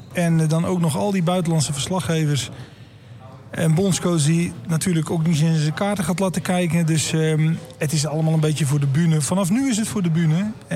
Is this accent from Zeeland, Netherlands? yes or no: yes; Zeeland, Netherlands; Maar nee, maar wij zijn van Zeeuws-Vlaanderen.